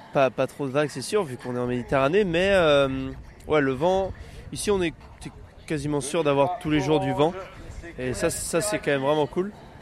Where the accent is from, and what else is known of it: La Baule, Pays de la Loire, France